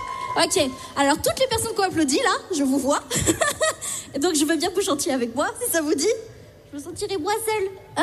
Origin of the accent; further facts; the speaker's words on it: Auvergne-Rhône-Alpes, France; moi, je viens d'Ardèche profonde